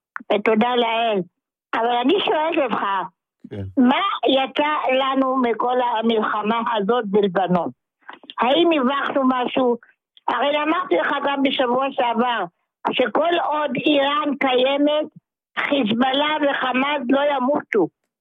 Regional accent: Holon, Tel Aviv District, Israel; מחולות, דיברנו כבר.

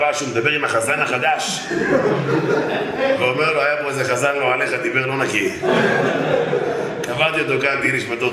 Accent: Bnei Brak, Tel Aviv District, Israel; ואני בתור בני ברקי, סקרן. אתם יודעים, בני ברקי, רוצים לדעת הכל.

